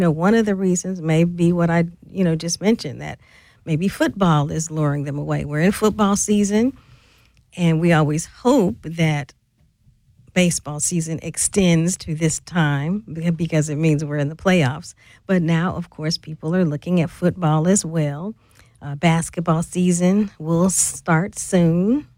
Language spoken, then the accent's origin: English; St. Louis, Missouri, United States; I grew up in St. Louis.